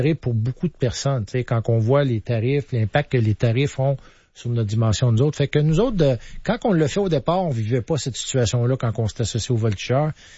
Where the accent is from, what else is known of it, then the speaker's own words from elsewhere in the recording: Thetford Mines, Quebec, Canada; Mais quand mon père, je partais de chez nous à Thetford, m'en allait voir les Castors de Sherbrooke, je capotais.